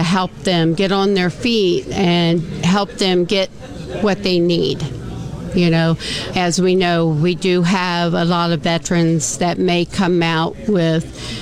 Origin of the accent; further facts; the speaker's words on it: Kentucky, United States; also born or lived in Ohio; Grew up Fort Knox, Fort Campbell. I always say Kentucky's like my home, even though I was born in Ohio, because we lived in Kentucky for so long.